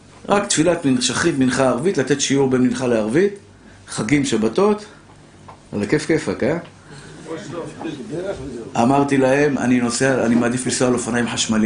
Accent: Tel Aviv, Tel Aviv District, Israel; born there; שנולדתי בשכונת התקווה

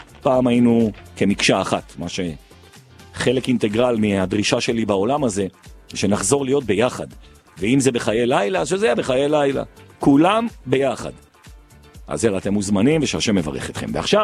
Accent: Jerusalem, Jerusalem District, Israel; אנחנו גבעת מסועה. טוב, זה, כולנו פה ירושלמים

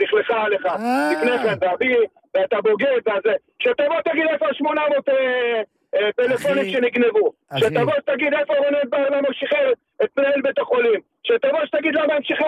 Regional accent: Morocco; now in Israel; באתי ממרוקו.

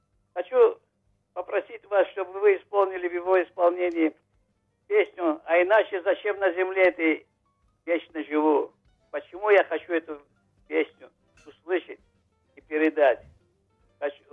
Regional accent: Baku, Azerbaijan; я из Баку, из Азербайджана.

